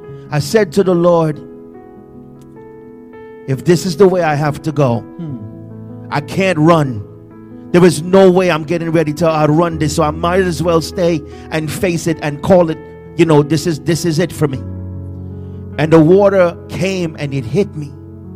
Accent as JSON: {"language": "English", "country": "Trinidad & Tobago", "moved": "yes", "said": "I told you that we're from Trinidad, so, you know, we drive through the hills and could watch the oceans."}